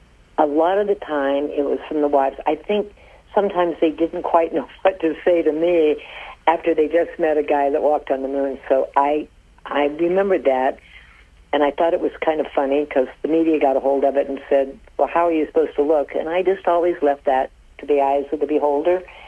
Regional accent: Medina, Ohio, United States; also born or lived in Alliance / Palm Beach; now in Tallahassee, United States; I'm from a small town in Ohio. I grew up in Medina. I was raised in Alliance and born in Alliance and spent some time there, but really raised in Medina, went to high school there, and love being from a small town.

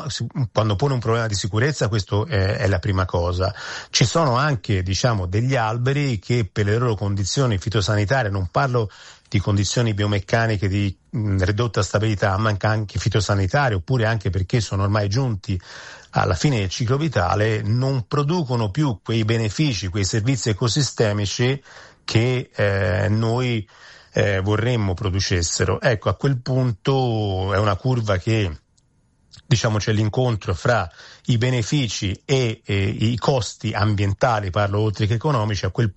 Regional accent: Florence, Tuscany, Italy; io appunto sono di Firenze

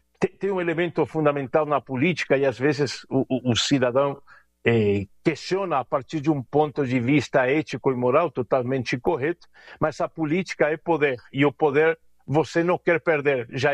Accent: Argentina; now in Brazil; Sou argentino, naturalizado brasileiro, moro aqui há 25 anos

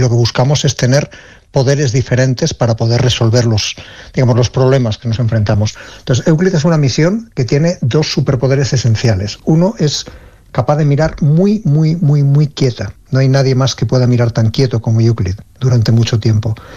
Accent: Ávila, Castile and León, Spain; born or raised there

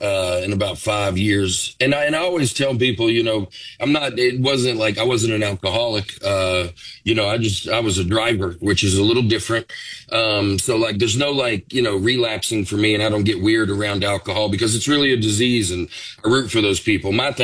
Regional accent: Harvest, Alabama, United States; I mean, I grew up out in Harvest, Alabama.

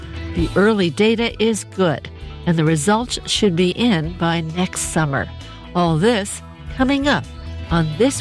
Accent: Staten Island, New York, United States; born there; I was born on Staten Island.

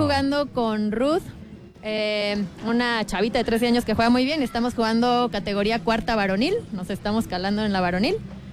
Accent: Guadalajara, Jalisco, Mexico; now in Querétaro, Mexico; yo soy de Guadalajara

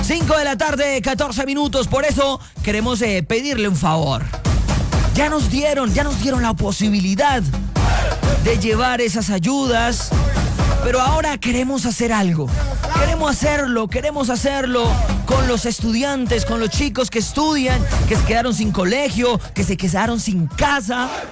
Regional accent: Colombia; Somos colombianos.

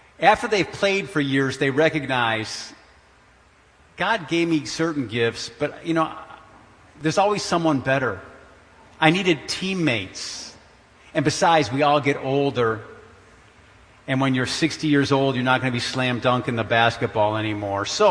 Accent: Detroit, Michigan, United States; but I grew up in Detroit.

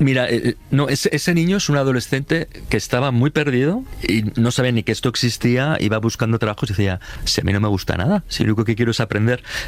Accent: Spain; ¿cómo es posible que en mi país hayamos acabado una guerra civil en el siglo pasado, yo qué sé, en el 36, o si quieres llevarlo al final de la dictadura, ¿no? En el 75

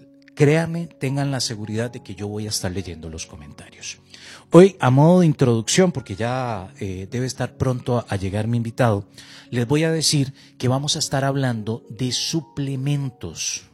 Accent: Costa Rica

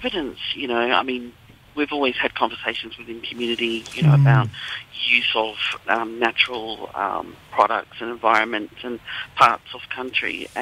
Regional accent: Australia; I'm Larrakia Waterman from the Northern Territory side and Gurradjuri on my father's side in Western Australia.

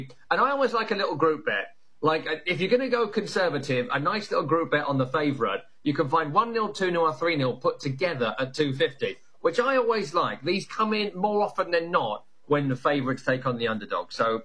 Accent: England, United Kingdom; having competed against them as an Englishman my entire life.

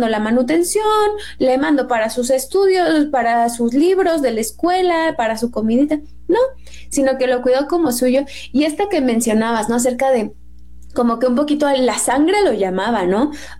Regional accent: Mexico; born there; soy mexicana, porque soy mexicana de nacimiento y de corazón y de todo

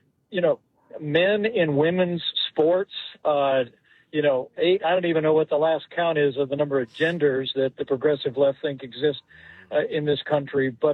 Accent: Indiana, United States; including my home state of Indiana, that have essentially banned abortion.

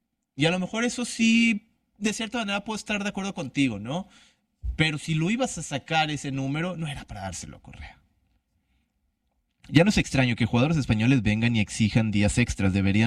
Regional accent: Mexico; Y si no alzamos la voz nosotros, que estamos aquí, nosotros que somos mexicanos, pues nadie lo va a hacer por nosotros.

